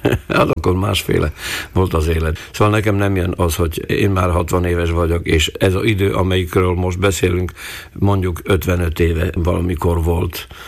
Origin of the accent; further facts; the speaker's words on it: Prešov, Prešov Region, Slovakia; Hát otthon, oda-haza, Eperjesen. Amikor én születtem, akkor az öreg anyám és az öreg apám, a édesanyámnak a oldalról, azok csak magyarul beszéltek.